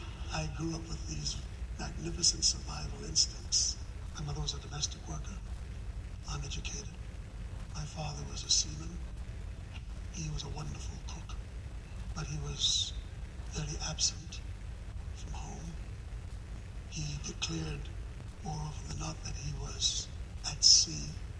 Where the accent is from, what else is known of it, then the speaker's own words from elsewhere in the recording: Jamaica; children back to the Caribbean, where life was a little less frenetic.